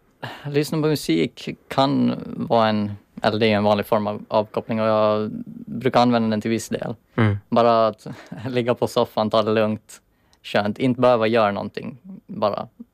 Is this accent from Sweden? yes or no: no; Åland, Åland Islands; also born or lived in Västanfjärd, Kimitoön, Finland; now in Jakobstad, Finland; Jag är född på fastlandet faktiskt. Södra Finland på Kimitoön i Västanfjärd. Jag tror det var då jag var 5 år, så flyttade vi hit och så har jag bott här sedan dess. I princip, så största delen av livet har jag bott här.